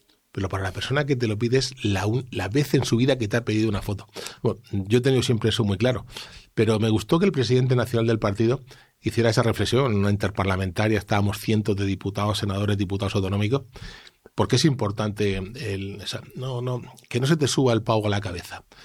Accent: Region of Murcia, Spain; cuando estoy en casa, más allá que también tengas que hacer actividad política ahí en la región de Murcia

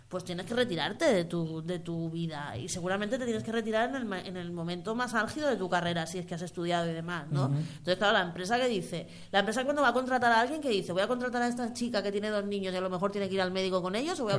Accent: Andalusia, Spain; Hombre, pues yo soy granadina de pro, no de nacimiento, pero mi familia era así, y soy además de La Vega.

